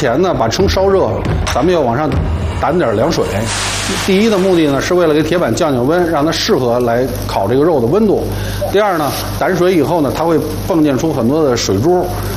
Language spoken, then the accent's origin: Chinese; Beijing, China; 咱们要拿出咱们老北京的热情劲儿